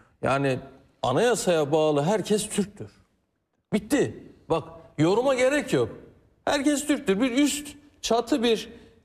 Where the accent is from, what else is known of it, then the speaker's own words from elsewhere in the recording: Iğdır, Turkey; İki, ben Iğdırlıyım. Biz Oğuz Türk'üyüz. Yani Oğuz Kağan'ın torunudur Iğdır Bey. Biz binlerce yıldır aynı coğrafyada yaşayan insanlarız. Ben o coğrafyada yaşadım.